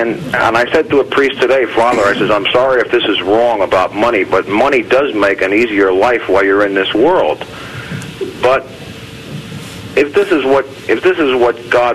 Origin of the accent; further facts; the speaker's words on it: Garwood, New Jersey, United States; I'm from Garwood, New Jersey.